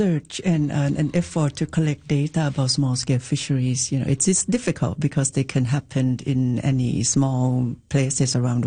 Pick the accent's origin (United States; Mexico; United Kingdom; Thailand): Thailand; now in Newfoundland and Labrador, Canada; I'm from Thailand